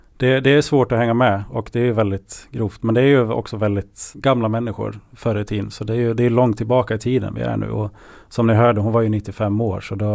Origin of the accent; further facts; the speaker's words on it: Ludvika, Dalarna County, Sweden; now in Uppsala, Sweden; Jag kommer själv från Dalarna. Från söder delen av Dalarna i Ludvika kommun. Men det är väl, nu har jag bott i Uppsala ett litet tag så det har väl jämnat ut sig en del.